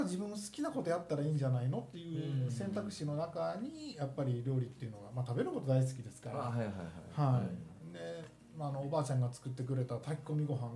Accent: Kagawa, Japan; born there; 私香川県の生まれでして、

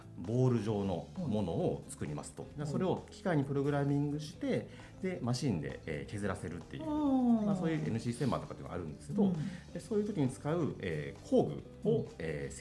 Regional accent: Osaka, Japan; もともとは僕高卒で18歳で工場、工業高校を卒業して大阪にある、大阪出身なんです

